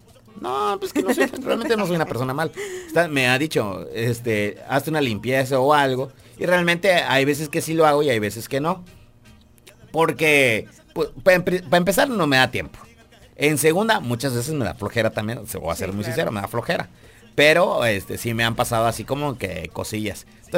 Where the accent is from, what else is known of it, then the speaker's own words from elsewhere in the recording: Berriozábal, Chiapas, Mexico; Sí, soy de Berrio.